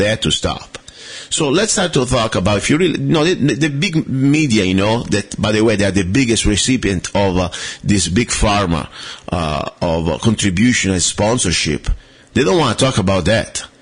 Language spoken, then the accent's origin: English; Italy; now in United States; I'm from Italy. I'm from Europe.